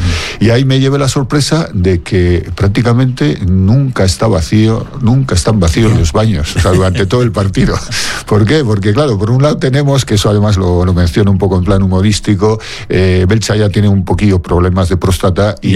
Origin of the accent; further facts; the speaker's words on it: San Sebastián, Basque Country, Spain; no como yo, que soy donostiarra